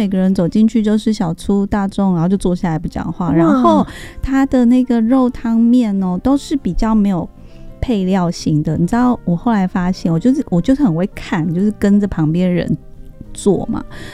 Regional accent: Taiwan; 我一个台湾人

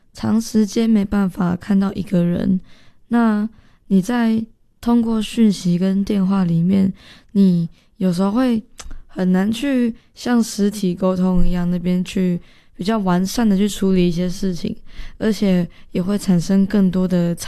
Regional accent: Tainan, Taiwan; 因为我是台南的

